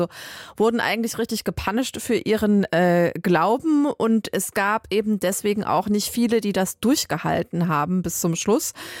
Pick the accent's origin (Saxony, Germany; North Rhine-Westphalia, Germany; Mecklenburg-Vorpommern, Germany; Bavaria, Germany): Saxony, Germany; das ich selbst als Sächsin erstmal googeln musste.